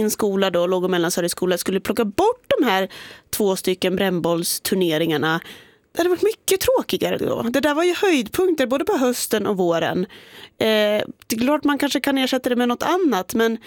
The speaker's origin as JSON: {"language": "Swedish", "town": "Umeå", "region": "Västerbotten County", "country": "Sweden", "said": "jag är ju från Sveriges brännbollstad."}